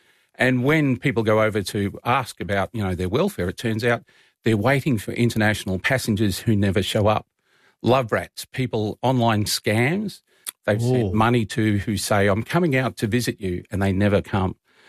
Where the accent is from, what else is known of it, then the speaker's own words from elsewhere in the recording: Queensland, Australia; If you've lived as a Queenslander for as long as I have